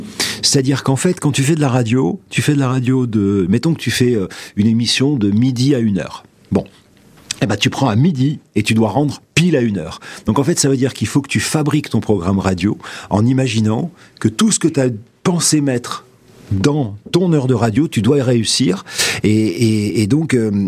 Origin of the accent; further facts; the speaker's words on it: Bordeaux, Nouvelle-Aquitaine, France; moved away as an adult; Je suis de Bordeaux